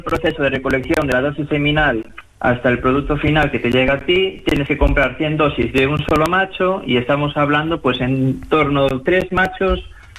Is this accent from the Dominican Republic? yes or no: no; Spain; fui durante muchísimos años el único español que había allí